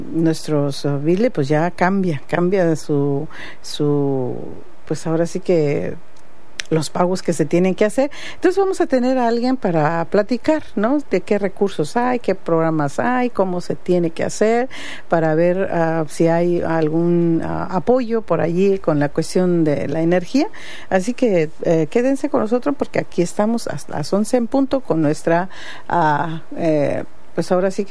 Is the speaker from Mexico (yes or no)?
yes; Mexico; now in Fresno, United States